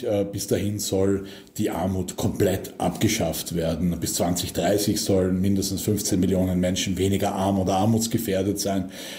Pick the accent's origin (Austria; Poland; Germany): Austria; zum Teil auch wie bei uns in Österreich in den Bundesländern entschieden werden.